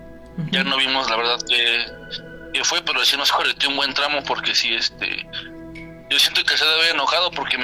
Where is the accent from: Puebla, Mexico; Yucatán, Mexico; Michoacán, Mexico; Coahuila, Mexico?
Coahuila, Mexico; Saltillo; yo soy de Saltillo, Coahuila. Yo viví mucho tiempo allá en Coahuila, y lo que es ahí en Parras y Ramos Arizpe, se contaban muchas historias de brujas.